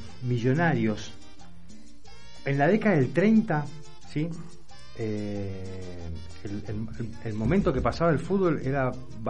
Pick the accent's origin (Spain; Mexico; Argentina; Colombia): Argentina; mirá lo que somos los argentinos.